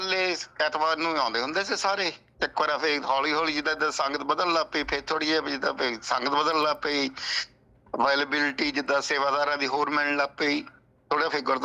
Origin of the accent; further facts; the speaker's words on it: Woolgoolga, New South Wales, Australia; born there; Punjabi is a second language; also born or lived in India; ਮੈਂ ਇੱਥੋਂ ਸਟਾਰਟ, ਪਹਿਲੀ ਕੱਚੀ 'ਚੋਂ ਇੱਥੋਂ ਸਟਾਰਟ ਹੋਇਆ 5 ਸਾਲਾਂ ਦਾ ਸਕੂਲ।